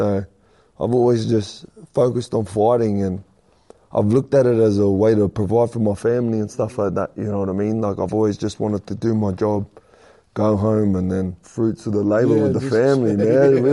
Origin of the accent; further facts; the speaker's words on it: New South Wales, Australia; Like, I come from Watanabe, I'm 2259, you know what I mean?